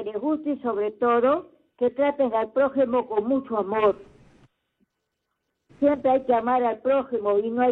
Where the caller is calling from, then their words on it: Lima, Peru; de San Martín de Porres.